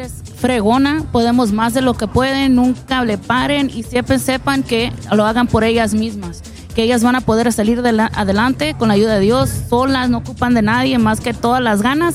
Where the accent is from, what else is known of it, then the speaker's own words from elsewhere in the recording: California, United States; born there; yo soy nacida en California, pero con raíces jaliscienses.